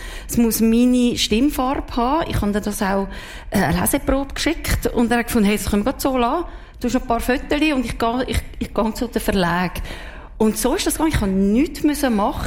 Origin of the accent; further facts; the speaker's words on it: Switzerland; weil ich bin doch eine Schweizerin.